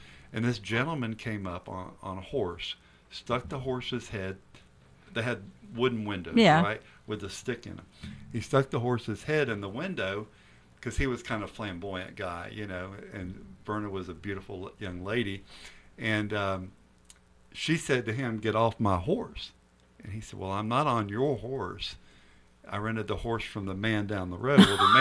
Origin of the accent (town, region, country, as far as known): Interlachen, Florida, United States; born there